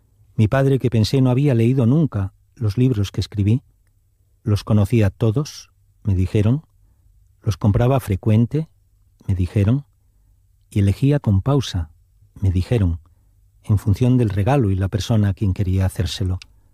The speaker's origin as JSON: {"language": "Spanish", "town": "Madrid", "region": "Community of Madrid", "country": "Spain", "tie": "born there", "also_born_or_lived": "Asturias", "said": "y yo vivo en Madrid"}